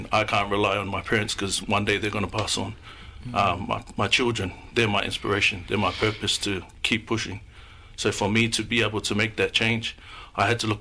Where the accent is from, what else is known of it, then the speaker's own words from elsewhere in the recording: Australia; also born or lived in New Zealand; somebody that's born in New Zealand but raised in Australia